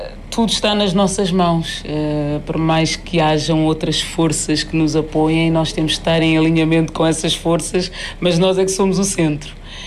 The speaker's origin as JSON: {"language": "Portuguese", "country": "Portugal", "tie": "born there", "said": "porque eu, para além de cabo-verdiana, sou portuguesa, eu tenho dupla nacionalidade, nasci aqui e em Portugal"}